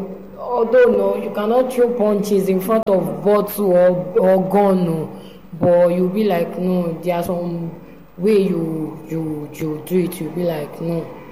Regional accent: Ajegunle, Lagos, Nigeria; I am also from Barriga.

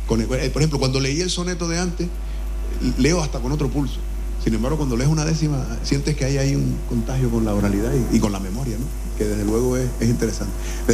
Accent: Artenara, Canary Islands, Spain; unos compañeros míos, entre los que está José Miguel Pereira, estuvo por mi pueblo de Artenara

